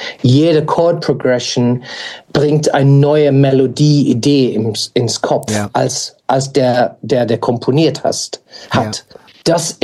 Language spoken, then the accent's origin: German; United Kingdom; German is a second language; Und das bedeutet für mich auch die Text als Brite natürlich englischsprachige Text ist etwas, das ich höre sehr gerne zu.